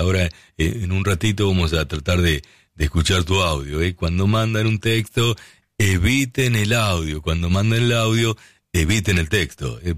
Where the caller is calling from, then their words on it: Trelew, Chubut, Argentina; Hola Oscar … de Trelew.